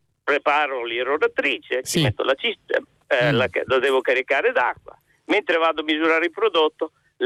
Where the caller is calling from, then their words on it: Emilia-Romagna, Italy; Siamo in mezzo ai nostri campi belli verdi che vi invito a vedere, a vedere la Romagna.